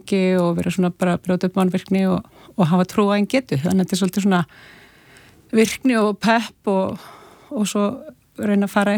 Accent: Westfjords, Iceland; kannski líka sveitastelpan í mér að hérna ég er alveg upp í Trygglsvík og Ströndum

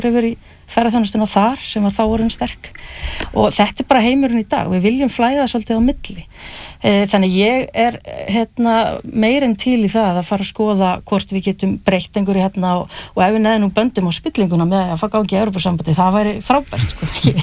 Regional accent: Hrísey, Northeastern Region, Iceland; ég brólst upp í Hrísu og horfði á sjávarútveginn þar hrynja

